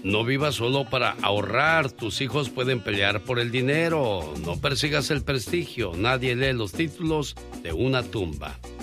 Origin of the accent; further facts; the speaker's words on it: Jerez, Zacatecas, Mexico; moved away; Un día salí de Jerez, Zacatecas, pero Jerez, Zacatecas nunca salió de mí.